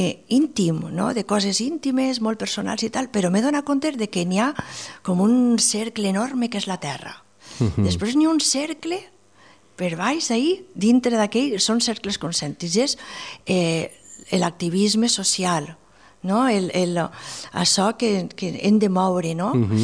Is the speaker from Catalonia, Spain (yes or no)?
no; Valencian Community, Spain; Sant Jeroni, el meu poble